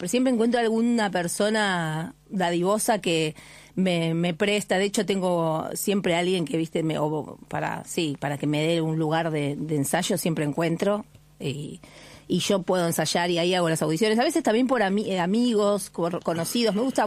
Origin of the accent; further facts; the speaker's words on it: Argentina; ahora me voy a un festival internacional como representante argentina en Paraguay, ahora a fin de septiembre, a hacer mi unipersonal de impro